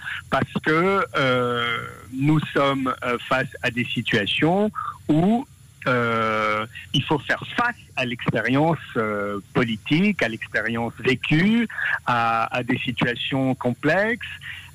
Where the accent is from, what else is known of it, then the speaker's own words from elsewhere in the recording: Israel; now in France; moi, encore une fois, je suis israélien, je vis en France aujourd'hui. Je suis profondément attaché à Israël.